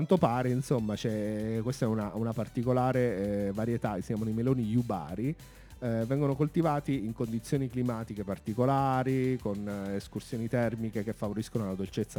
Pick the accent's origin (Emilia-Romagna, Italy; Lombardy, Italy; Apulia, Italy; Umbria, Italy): Apulia, Italy; una cosa sono pugliese.